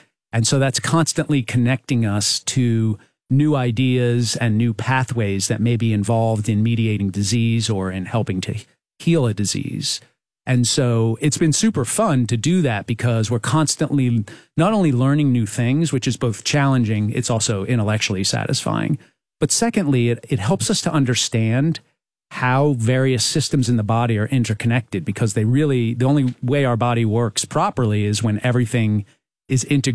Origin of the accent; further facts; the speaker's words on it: New Jersey, United States; I grew up in New Jersey, and for college, I went to Rutgers University.